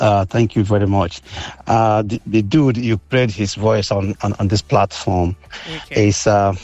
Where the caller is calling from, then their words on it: Igboland, Nigeria; I am an African, I'm a Nigerian, I'm a Igbo guy.